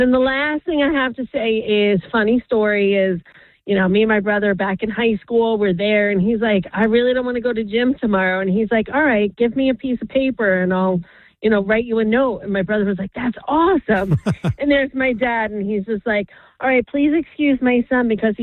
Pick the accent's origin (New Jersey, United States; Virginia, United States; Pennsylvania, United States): New Jersey, United States; Basking Ridge; we grew up in Basking Ridge